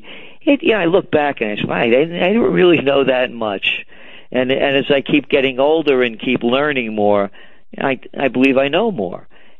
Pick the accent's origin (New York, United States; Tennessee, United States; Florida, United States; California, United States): New York, United States; I'm a New Yorker too